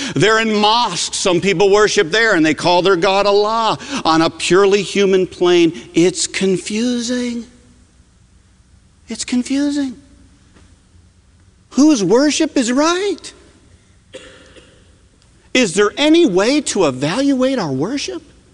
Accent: Northeast, United States; I came from the Northeast, and in the Northeast, many worship in hushed, hallowed settings

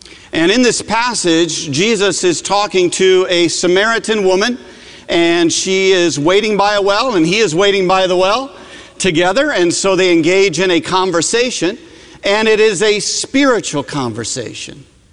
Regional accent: Northeast, United States; I came from the Northeast, and in the Northeast, many worship in hushed, hallowed settings

